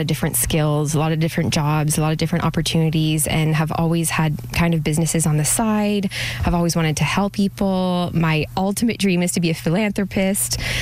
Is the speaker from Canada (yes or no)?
yes; Ontario, Canada; now in New Brunswick, Canada; We're francophone aussi, and we're Indigenous from Ontario. So we just love the culture here.